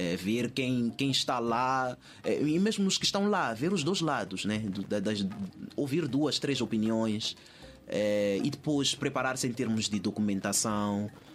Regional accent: Mozambique; Eu sou moçambicano, eu falo assim, sempre cresci assim.

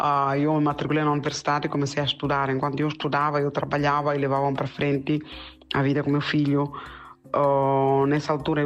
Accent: Mozambique; moved away as an adult; saí de Moçambique, graças a Deus, que eu já tinha 12ª e trouxe meus documentos já traduzidos.

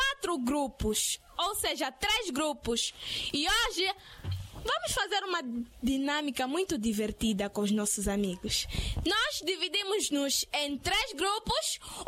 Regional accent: Mozambique; Não só como crianças, mas também como moçambicanos.

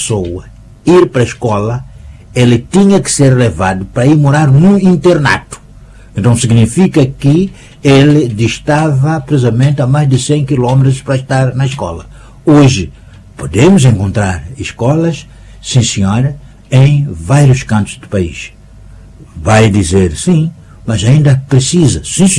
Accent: Cambine, Inhambane, Mozambique; born there; Eu sou de Cambina, né? Não faço propaganda sempre do local onde nasci, né? Eu sou de Cambina.

